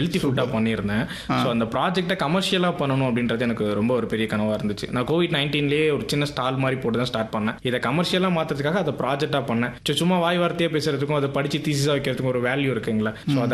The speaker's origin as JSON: {"language": "Tamil", "town": "Pulivalam", "region": "Tamil Nadu", "country": "India", "tie": "born or raised there", "said": "புலிவலம்னு எங்களோட கிராமம், துறையூர் பக்கத்துல, அதுதான் எங்களோட சொந்த ஊர். அங்க இருக்க கவர்மெண்ட் ஸ்கூல்ல தான் எல்லாருமே படிச்சோம்."}